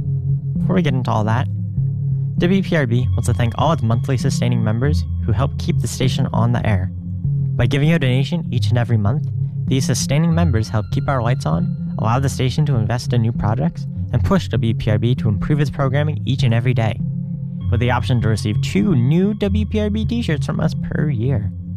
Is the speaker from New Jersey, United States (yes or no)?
yes; New Jersey, United States; I'm not. I'm from New Jersey.